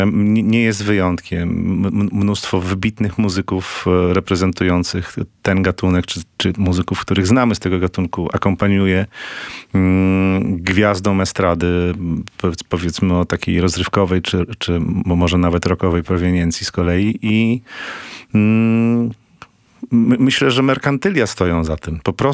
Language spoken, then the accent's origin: Polish; Toruń, Kuyavian-Pomeranian Voivodeship, Poland; bo jestem z urodzenia i pochodzenia torunianinem. Mieliśmy taką małą scenę w toruńskim klubie Odnowa